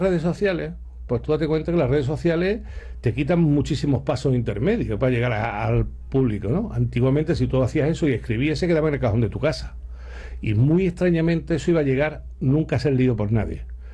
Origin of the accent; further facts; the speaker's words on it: Ronda, Andalusia, Spain; ¿Sí? Estoy muy orgulloso de mi pueblo. Entonces … para que pueda identificarme.